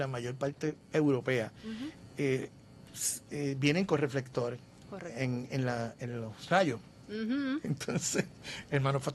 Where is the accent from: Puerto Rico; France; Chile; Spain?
Puerto Rico